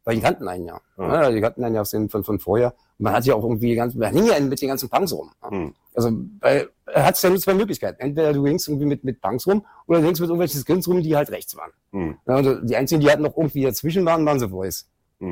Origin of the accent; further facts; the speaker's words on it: Berlin, Germany; Geboren in Schöneberg, groß geworden in Kreuzberg.